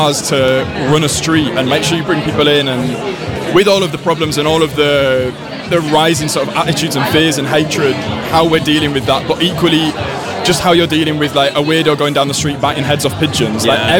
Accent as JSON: {"language": "English", "town": "Bolton", "region": "North West England", "country": "United Kingdom", "tie": "born or raised there", "said": "I grew up in Bolton, so it's sort of great, a Mancunian."}